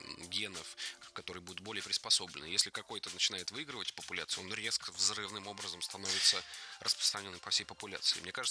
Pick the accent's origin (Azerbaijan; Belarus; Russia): Russia; Moscow; Нет, ну просто мы из Москвы это говорим.